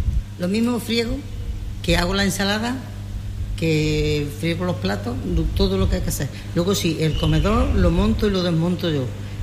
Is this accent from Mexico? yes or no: no; Adamuz, Andalusia, Spain; accent: Adamuz S (almuseña); now in Pozoblanco, Spain; Yo soy de Adamu.